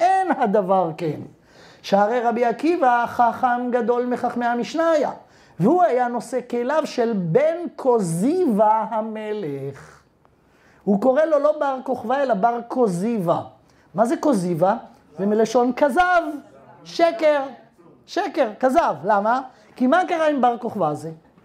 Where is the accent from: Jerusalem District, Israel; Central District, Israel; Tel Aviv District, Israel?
Jerusalem District, Israel; Jerusalem; גם אני ירושלמי. נולדתי וגדלתי בירושלים.